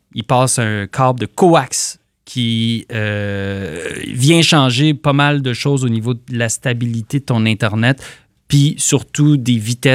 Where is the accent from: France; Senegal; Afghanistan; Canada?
Canada; Vankleek Hill, Ontario; Moi, je prends par exemple chez nous à Vanclick Hill, et c'est comme ça aussi dans plein de places.